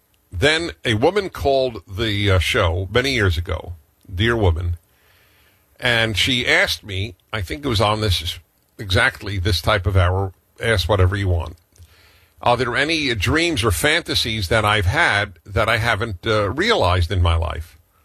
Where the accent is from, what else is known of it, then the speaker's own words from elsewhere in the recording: New York City, New York, United States; I grew up in New York City.